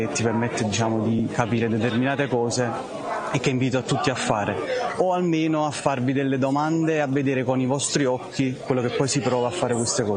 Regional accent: Pollena Trocchia, Campania, Italy; vengo da Pollena Trocchia in provincia di Napoli

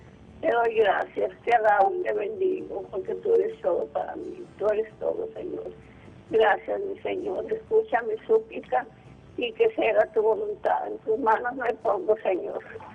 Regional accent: Guadalajara, Jalisco, Mexico; me concedas ir a mi tierra, a Guadalajara, porque te quiero ir a visitar ahí a tu santísima, Señor.

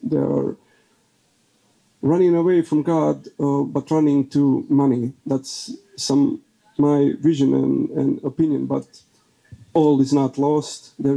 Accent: Herzegovina, Bosnia & Herzegovina; English is a second language; my Croatian people here in Bosnia and Herzegovina

